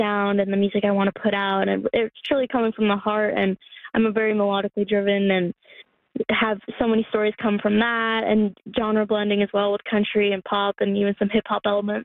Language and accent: English; Newfoundland and Labrador, Canada; And I just felt so much love for my home province and my hometown.